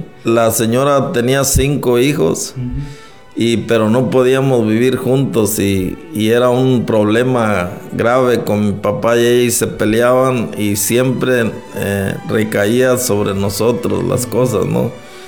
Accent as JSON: {"language": "Spanish", "region": "Jalisco", "country": "Mexico", "said": "Yo vengo del estado de Jalisco, México, de la sierra. Yo viví con mis papás hasta la edad de 6 años."}